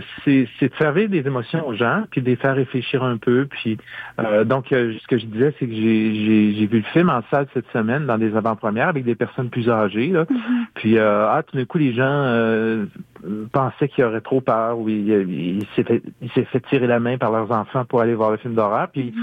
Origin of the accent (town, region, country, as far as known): Quebec, Canada